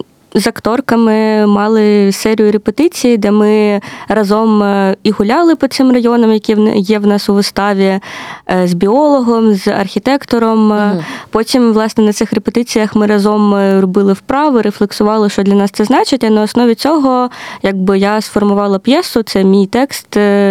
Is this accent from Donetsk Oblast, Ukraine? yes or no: no; Kharkiv, Kharkiv Oblast, Ukraine; в Харкові більше за все, тому що це моє рідне місто.